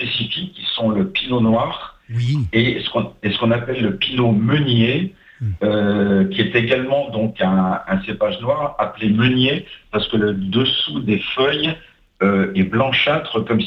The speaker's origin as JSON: {"language": "French", "town": "Reims", "region": "Grand Est", "country": "France", "tie": "born there", "moved": "yes", "lives_now": "Saint-Gély-du-Fesc, France", "said": "je suis né à Reims."}